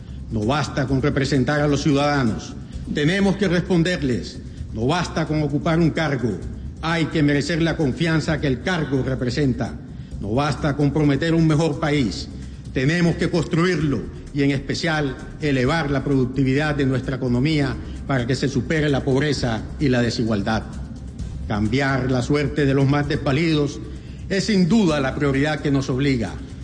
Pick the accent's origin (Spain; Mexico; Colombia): Colombia; Caribbean Region; En nuestra costa Caribe, de donde usted y yo somos presidente de la República, abundan las familias que viven en el diario dilema